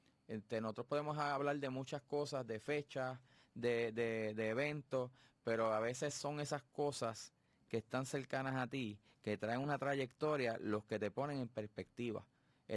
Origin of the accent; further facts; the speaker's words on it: Puerto Rico; nosotros como puertorriqueños